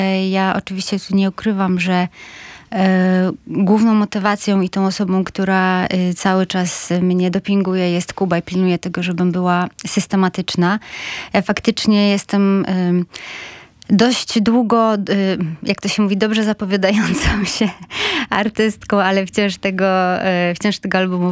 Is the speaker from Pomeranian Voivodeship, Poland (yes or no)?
yes; Gdańsk, Pomeranian Voivodeship, Poland; ja, gdańszczanka z dziada pradziada